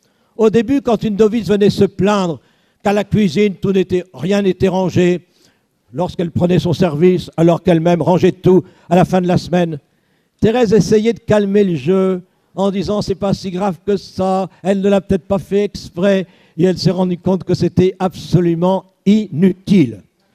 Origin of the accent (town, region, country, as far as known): Valenciennes, Hauts-de-France, France; born or raised there